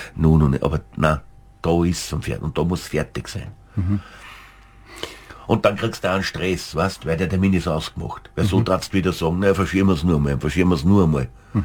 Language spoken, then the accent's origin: German; St. Pölten, Lower Austria, Austria; also ich liebe mein Heimatort, St. Pölten